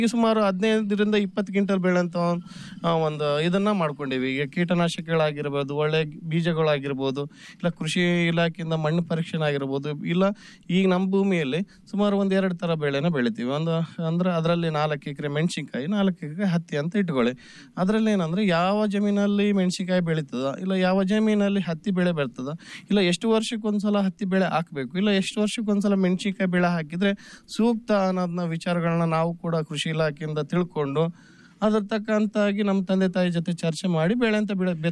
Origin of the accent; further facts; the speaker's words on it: Raichur, Karnataka, India; also born or lived in Bengaluru; ನಾನು ಪ್ರಾಥಮಿಕ ಶಿಕ್ಷಣ ಇದೇ ಗ್ರಾಮದಲ್ಲಿ ಪಡ್ಕೊಂಡಿನಿ, ಆಮೇಲೆ ಹೆಚ್ಚುವರಿ ಹೈಸ್ಕೂಲ್ ಶಿಕ್ಷಣ ಹಿರೇಬೂದು ಗ್ರಾಮದಲ್ಲಿ, ಆಮೇಲೆ ಕಾಲೇಜ್ ಅಂದರೆ PUC ದೇವದುರ್ಗ ನಮ್ಮ ತಾಲೂಕು ಮಟ್ಟದಲ್ಲಿ ಪಡ್ಕೊಂಡಿನಿ